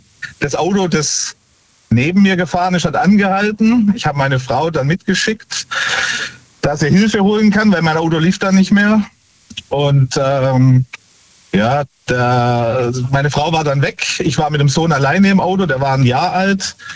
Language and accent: German; Nehren, Baden-Württemberg, Germany; Ja, ich komme aus Nähren bei Tübingen.